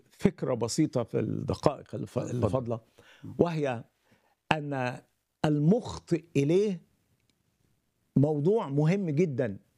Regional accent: Egypt

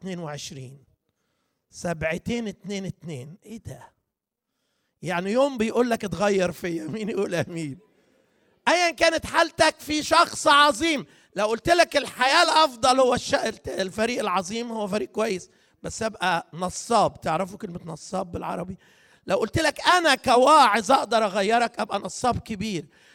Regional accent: Egypt; أنا جاي من مصر على فكرة، مسافر.

